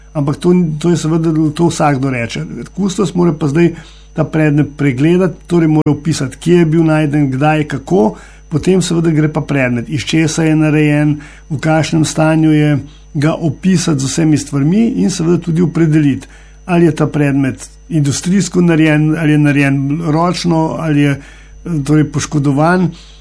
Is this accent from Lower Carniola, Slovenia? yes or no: yes; Lower Carniola, Slovenia; smo Dolenjci